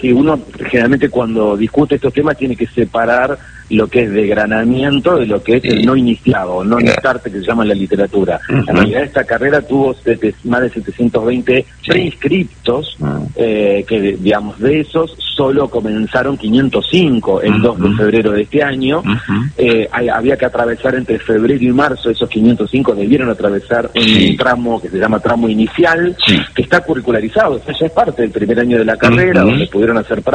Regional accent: Buenos Aires Province, Argentina; Yo nací en Capital, viví siempre en el conurbano bonaerense, claro.

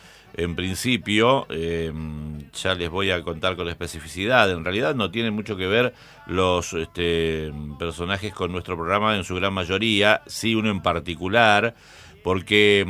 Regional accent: Argentina; para nosotros, los argentinos

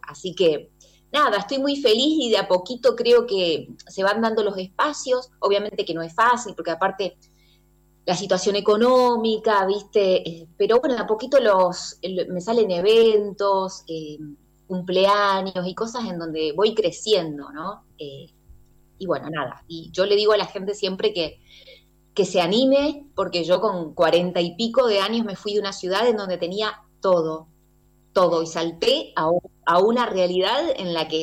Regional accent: Reconquista, Santa Fe, Argentina; moved away as an adult; now in Córdoba, Argentina; vengo de Reconquista, que es una ciudad al norte de la provincia de Santa Fe. Me vine a Córdoba

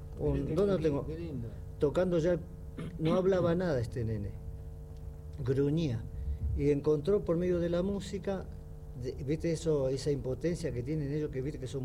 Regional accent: Argentina; yo soy argentino

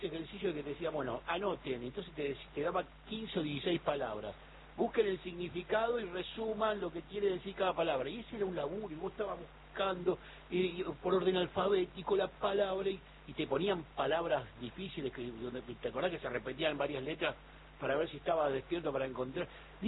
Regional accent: Argentina

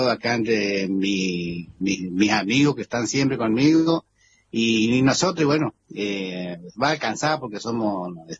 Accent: Felipe Joffre, Corrientes, Argentina; y para mi pueblo, Joffre, porque si no me van a matar mi pueblo acá

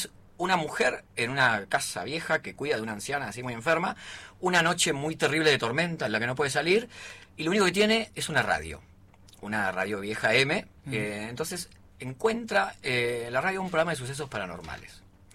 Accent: Buenos Aires Province, Argentina; Yo soy de la provincia de Buenos Aires.

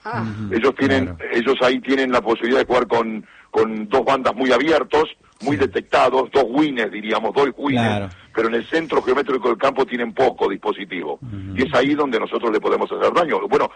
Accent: Argentina; now in Spain; años viviendo en España. Sí, toda una vida, mis hijos nacieron aquí, todo. Pero evidentemente, Argentina sobre todo. Yo soy argentino y muero por Argentina.

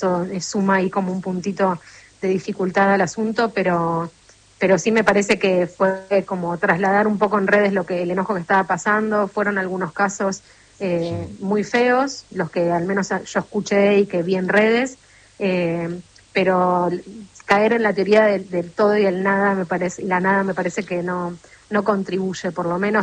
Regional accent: Argentina; Se notaba un poco de hostilidad, pero nada fuera de las cargadas futbolísticas a las que uno ya está acostumbrado, uno siendo argentino

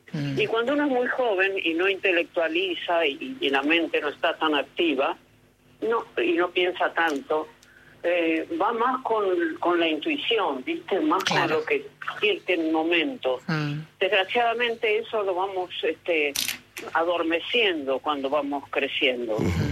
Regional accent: Buenos Aires, Argentina; also born or lived in Mar del Plata; No, muy temprano. Me fui muy temprano. Así que soy porteña, digamos.

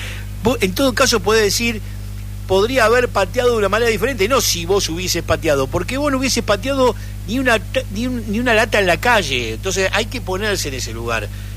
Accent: Argentina; Y así somos los argentinos, ¿eh?

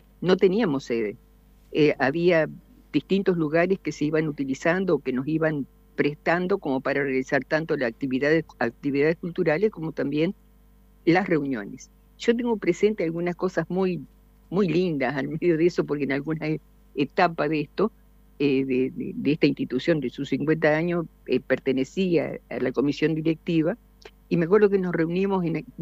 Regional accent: Entre Ríos, Argentina; como buen argentino, como buen entrerriano

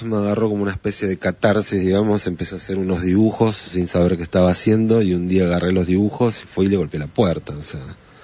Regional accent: Lincoln, Buenos Aires Province, Argentina; Vengo de Lincoln. Lincoln.

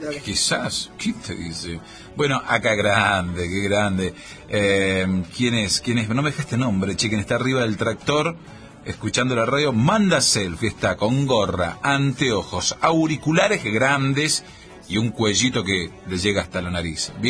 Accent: Malargüe, Mendoza, Argentina; Soy de Malargo.

